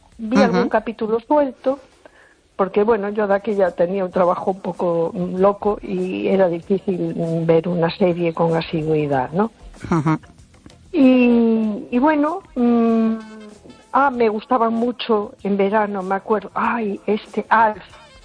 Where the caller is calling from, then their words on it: A Coruña, Galicia, Spain; Hola, buenas noches. … de Coruña.